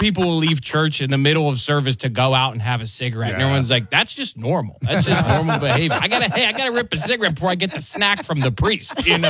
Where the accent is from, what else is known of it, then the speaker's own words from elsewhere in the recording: Pittsburgh, Pennsylvania, United States; Born and raised in Pittsburgh.